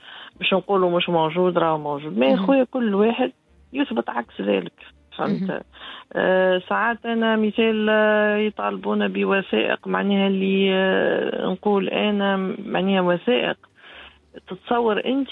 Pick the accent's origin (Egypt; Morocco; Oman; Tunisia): Tunisia; شوف تونس نقول لهم أنا راهو تونسي حنين وكريم